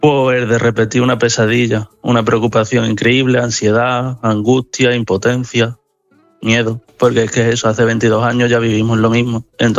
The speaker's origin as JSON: {"language": "Spanish", "town": "El Madroño", "region": "Andalusia", "country": "Spain", "said": "Lo que es el campo de mi pueblo, que ya es Sevilla, el Madroño, sí."}